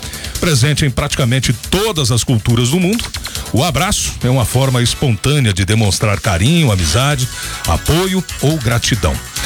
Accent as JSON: {"language": "Portuguese", "region": "Ceará", "country": "Brazil", "tie": "born there", "moved": "yes", "lives_now": "Anápolis, Brazil", "said": "Eu, por exemplo, nasci em Séries."}